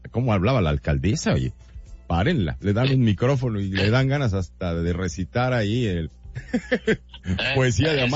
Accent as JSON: {"language": "Spanish", "country": "Mexico", "moved": "yes", "lives_now": "Spain"}